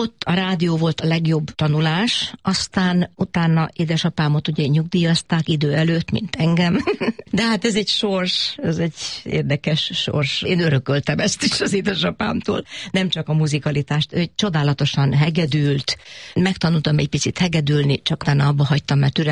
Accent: Szeged, Csongrád-Csanád, Hungary; Szeged. Tápékutassi iskola, és ez a, úgy szoktam mondani, a Tiszántúl. Nem a Dunán, hanem a Tiszántúl. És ez egy csodálatos környezet volt, ez egy gyönyörű természeti környezet.

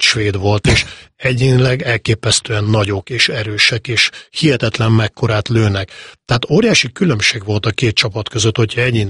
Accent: Hungary; azért magyarok vagyunk

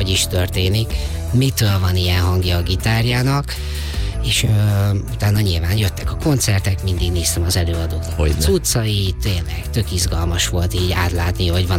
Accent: Kecskemét, Bács-Kiskun, Hungary; én is kecskeméti vagyok, uh-huh.

